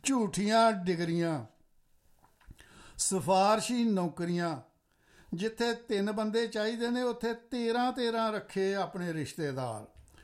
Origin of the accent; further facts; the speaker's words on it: Punjab, India; born there; ਜਿਹੜੀ ਸਟੇਟ 'ਚ ਅਸੀਂ ਜੰਮੇ ਹਾਂ ਭਾਈ, ਉਹਨੂੰ ਤਾਂ ਅਸੀਂ ਸੋਹਣਾ ਪੰਜਾਬ ਕਹਿਣਾ ਹੀ ਕਹਿਣਾ